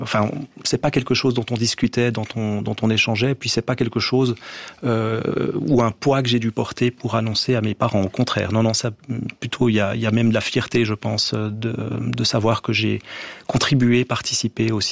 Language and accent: French; Jura, Switzerland; C'était de me dire, on est jurassien, on a la même culture, on a le même territoire, la même langu